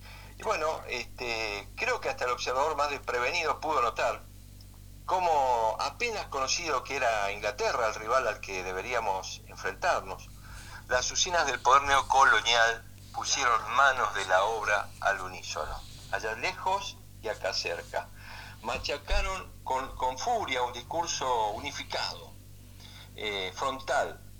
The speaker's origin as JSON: {"language": "Spanish", "country": "Argentina", "said": "no soy precisamente ajeno a la alteración cromosómica propia de la inmensa mayoría de los habitantes de estas provincias unidas"}